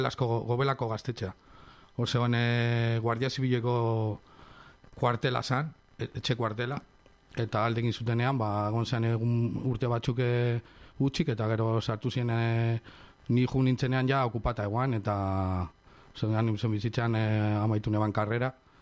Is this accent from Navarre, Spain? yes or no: no; Portugalete, Basque Country, Spain; also born or lived in Bilbao / Trapagaran; Bilbo jaio nintzen. Baina urtsaroa pasan eban Portugalete eta Trapagan artean Portugalete ikastetxea jo nintzen eta gero Trapagan bizi izan naiz.